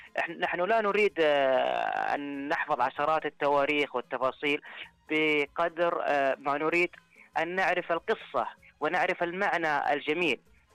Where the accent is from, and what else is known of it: Saudi Arabia